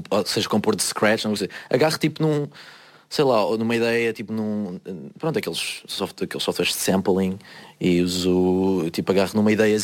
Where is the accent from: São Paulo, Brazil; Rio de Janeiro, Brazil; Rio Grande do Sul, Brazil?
Rio de Janeiro, Brazil; Eu sou …. E eu nasci no Rio de Janeiro.